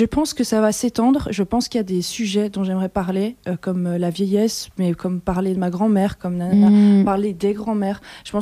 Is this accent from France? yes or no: no; Charleroi, Wallonia, Belgium; now in Walloon Brabant, Belgium; Je viens de Charleroi à la base, donc toute ma famille vient de Charleroi. Mais je vis dans le Brabant Wallon